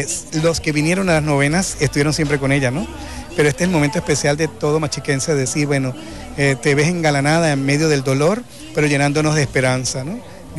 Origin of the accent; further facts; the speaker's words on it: Venezuela; pero somos venezolanos.